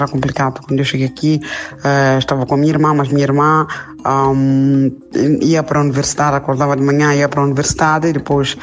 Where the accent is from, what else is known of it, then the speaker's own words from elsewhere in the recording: Mozambique; moved away as an adult; now in Rome, Italy; moçambicana, que vivo na Itália há 22 anos, e no específico vivo em Roma, na cidade de Roma.